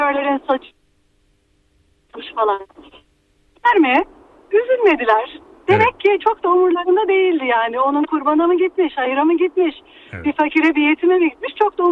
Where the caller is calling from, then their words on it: Honaz, Denizli, Turkey; Ben Denizli'den arıyorum. Denizli Honazlı'yım.